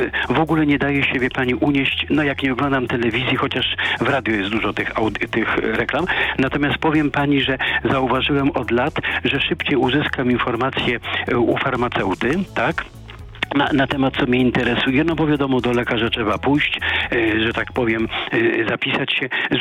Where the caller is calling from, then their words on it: Warsaw, Masovian Voivodeship, Poland; z Warszawy dzwonię